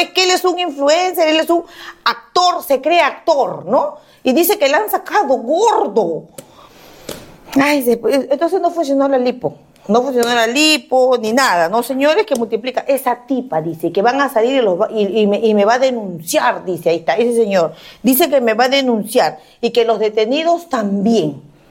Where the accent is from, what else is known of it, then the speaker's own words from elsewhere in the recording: Lima, Peru; Yo soy de Comas. Acá me he criado en Comas, señores.